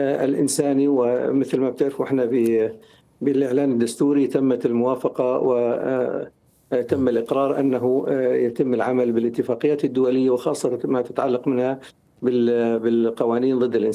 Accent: Syria; فنحن كسوريين حقيقه كسوريين، من مصلحتنا ان يكون هناك عقوبه رادعه لمن اوغل بالدم السوري

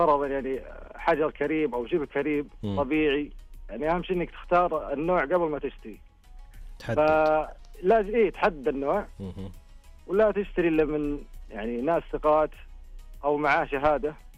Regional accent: Saudi Arabia; عندنا في السعودية

